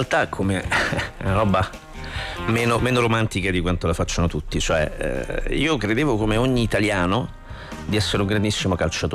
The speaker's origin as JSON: {"language": "Italian", "town": "Rome", "region": "Lazio", "country": "Italy", "tie": "born or raised there", "said": "Io sono di Ostia, questo non è un mistero, sono nato e cresciuto ad Ostia, che è una città nella città, è grande come Reggio Emilia, in quartiere, no, è grande come Reggio Emilia, quindi aveva un suo giornale, una sua TV."}